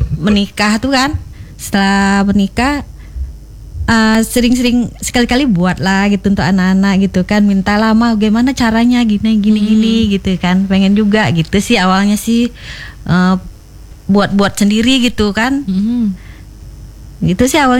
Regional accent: West Java, Indonesia; Iya, memang saya dari Jawa Barat, Sunda ya kan. Iya, orang mama sama nenek kan memang orang Sunda dia kan.

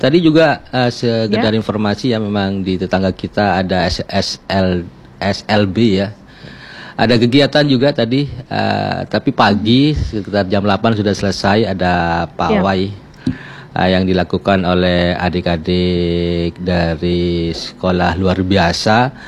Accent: Madura, East Java, Indonesia; Perlu didedikasi juga ke masyarakat sebagai orang Madura.

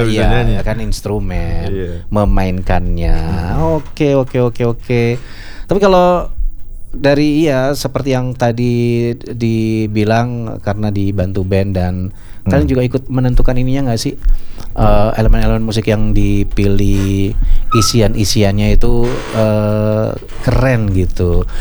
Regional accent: South Jakarta, Jakarta, Indonesia; now in South Tangerang, Indonesia; Saya sih mantan anak Jaksel. Udah pindah ke Tangsel sekarang.

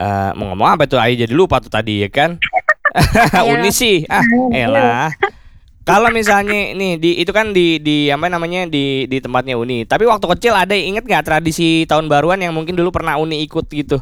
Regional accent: Jakarta, Indonesia; Kalau ditanya orang mana? Orang Jakarta, orang saya lahir di Jakarta.

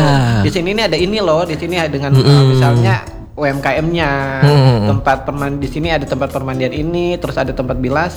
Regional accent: Central Sulawesi, Indonesia; Kalau Mantikole kan dekat dengan rumah nih. Kebetulan dekat dengan rumah.

